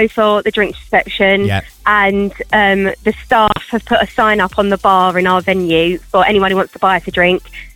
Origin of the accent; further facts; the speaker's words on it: London, United Kingdom; So I'm originally from London, South London